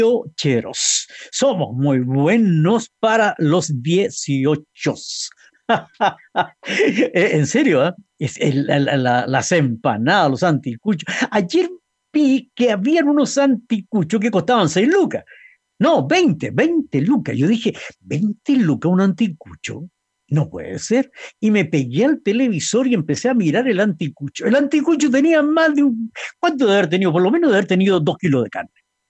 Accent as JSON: {"language": "Spanish", "region": "Antofagasta", "country": "Chile", "also_born_or_lived": "Valparaíso / Argentina", "said": "Yo me recuerdo cuando era niño en Valparaíso, siempre llovía, ya cuando niño me quería en Valparaíso, aún cuando soy de Antofagasta, pero bueno. Y después en Argentina, peor."}